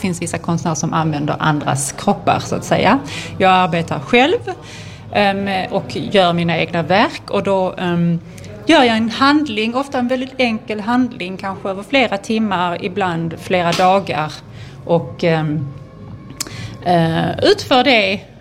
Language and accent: Swedish; Malmö, Skåne, Sweden; also born or lived in Berlin; Jag kommer från Malmö, född här och bor både här och i Berlin.